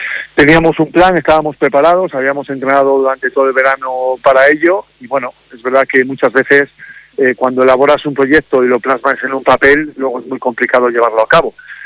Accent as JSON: {"language": "Spanish", "town": "Los Corrales de Buelna", "region": "Cantabria", "country": "Spain", "tie": "born or raised there", "also_born_or_lived": "Torrelavega", "said": "Nací en Torrelavega y rápidamente fui a los Corrales de Buelna, cuna del balonmano también."}